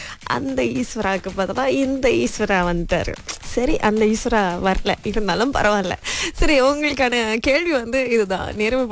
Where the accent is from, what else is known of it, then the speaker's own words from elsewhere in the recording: Selangor, Malaysia; ஒன்று நாம அதாவது ஸ்லாங்கூர்காரவங்க